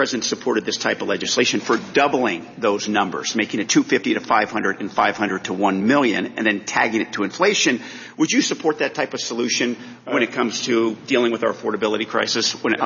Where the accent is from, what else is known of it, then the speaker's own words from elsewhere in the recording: Carmel Valley, California, United States; I hail from Carmel Valley, the place I grew up, the place my Italian immigrant grandfather settled, thank God.